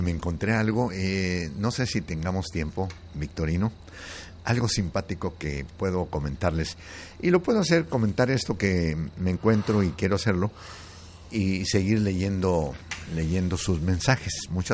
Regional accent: Jerez, Zacatecas, Mexico; saludos desde Jerez, Zacatecas. Esa es mi tierra. Se están reportando mis paisanos desde Jerez, Zacatecas. La bella ciudad de uno de los grandes poetas.

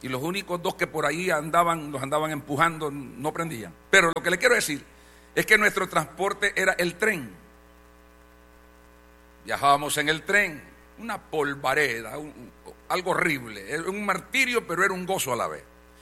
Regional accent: El Salvador; born there; cuando yo tenía 7 años, mi abuela dijo en mi cantón: hijo, mañana vamos a ir a San Salvador donde tu tía.

